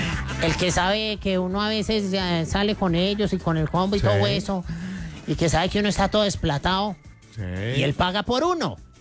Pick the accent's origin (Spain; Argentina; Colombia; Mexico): Colombia